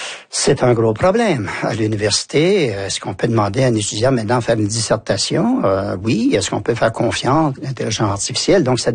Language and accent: French; Acadia, Canada; also born or lived in Paris